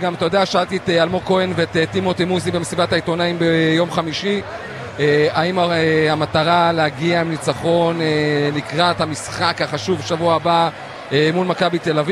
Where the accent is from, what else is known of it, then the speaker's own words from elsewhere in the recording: Jerusalem, Jerusalem District, Israel; אנחנו ירושלמים לא בנויים ללחות